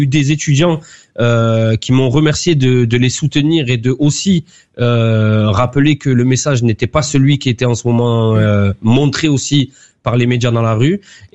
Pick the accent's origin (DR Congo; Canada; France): France; Marseille, Provence-Alpes-Côte d'Azur; nous, en tant que Marseillais, enfants de Marseille, enfants de la France